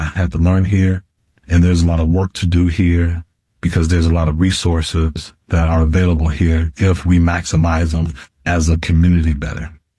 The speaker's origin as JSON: {"language": "English", "town": "East Chicago", "region": "Indiana", "country": "United States", "tie": "born or raised there", "also_born_or_lived": "Kansas City", "moved": "as an adult", "lives_now": "Twin Cities, United States", "said": "I was a transplant from Kansas City. I grew up in East Chicago, Indiana. And when I moved here, I was married at the time and I had one child."}